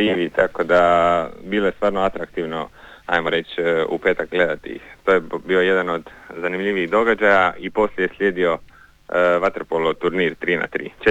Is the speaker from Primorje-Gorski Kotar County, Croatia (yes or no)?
yes; Primorje-Gorski Kotar County, Croatia; Od nas 10 lokalnih iz Cresa i iz Lošinja